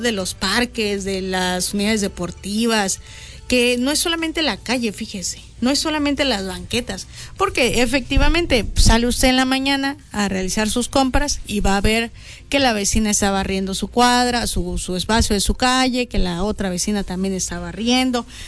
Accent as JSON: {"language": "Spanish", "country": "Mexico"}